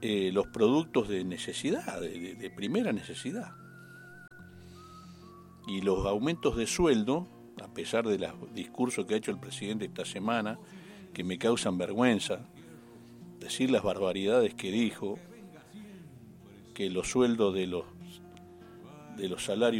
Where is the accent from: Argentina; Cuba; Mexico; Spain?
Argentina; Como argentino me causa vergüenza.